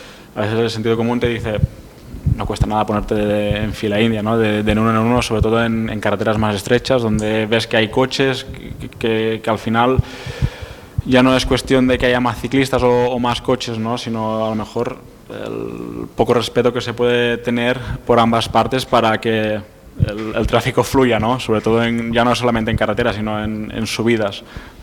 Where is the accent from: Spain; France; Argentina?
Spain; Balearic Islands; now in Mallorca, Spain; yo te tengo que decir que yo soy de Menorca, y cuando vine aquí por primera vez aquí en Mallorca